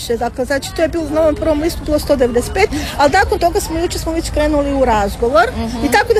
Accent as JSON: {"language": "Croatian", "town": "Zagreb", "region": "City of Zagreb", "country": "Croatia", "said": "sa kolegicom Gordanom Plavšić. Ja sam, mislim, došla iz Zagreba, a kolegica Plavšić je došla iz Pule."}